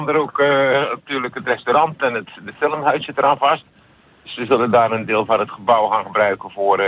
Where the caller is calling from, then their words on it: Middelburg, Zeeland, Netherlands; Ik kom uit Middelburg.